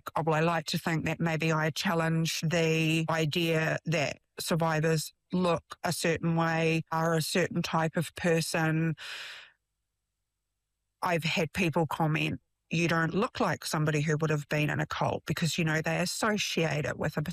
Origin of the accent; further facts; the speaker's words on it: New Zealand; We're a Kiwi family, mostly.